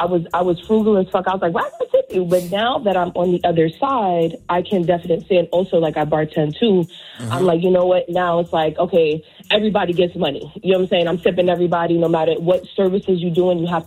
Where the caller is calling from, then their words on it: New York City, New York, United States; from Brooklyn, Canarsie, New York.